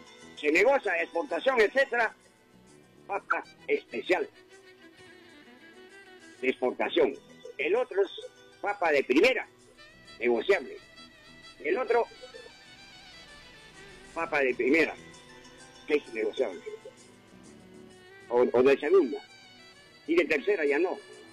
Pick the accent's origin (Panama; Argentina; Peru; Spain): Peru; Huánuco; mis paisanos de Huánuco